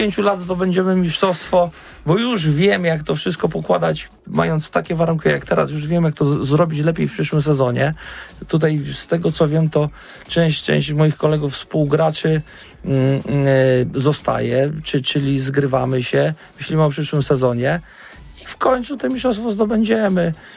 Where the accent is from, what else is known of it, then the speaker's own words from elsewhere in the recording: Gorzów Wielkopolski, Lubusz Voivodeship, Poland; now in Poznań, Poland; bo jestem poznaniakiem, wychowanym w Gorzowie Wielkopolskim, ale jestem rodowitym poznaniakiem.